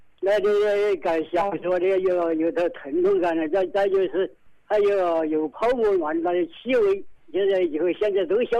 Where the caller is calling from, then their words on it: Jingzhou, Hubei, China; 我是荆州开化区谭桥镇高新村